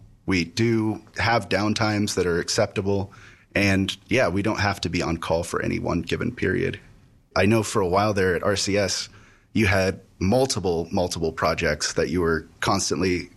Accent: Fairbanks, Alaska, United States; I was born and raised here in Fairbanks, was always interested in technology ever since I was a little kid.

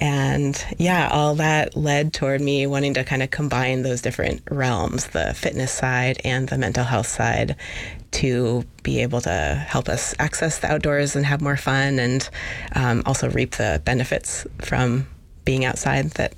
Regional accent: Soldotna, Alaska, United States; So I grew up in Soldotna, and I've been a lifelong Alaskan

